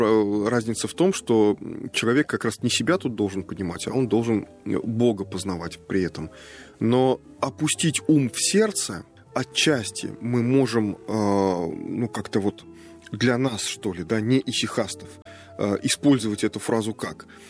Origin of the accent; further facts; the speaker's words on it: Nizhny Novgorod, Nizhny Novgorod Oblast, Russia; я же нижегородец, я же тоже, я член церкви Нижегородской земли.